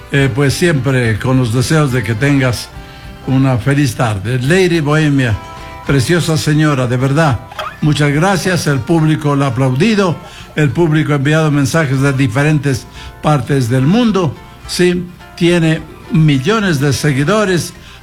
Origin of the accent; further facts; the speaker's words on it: San Isidro, Ecuador; moved away; en mi pueblito San Isidro celebraron las fiestas de San Isidro